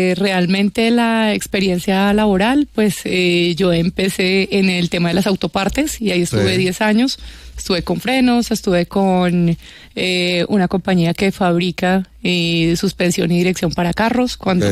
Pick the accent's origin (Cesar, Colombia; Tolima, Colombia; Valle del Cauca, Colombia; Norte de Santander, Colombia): Tolima, Colombia; Ibagué; now in Bogotá, Colombia; Bueno, yo soy de Ibagué.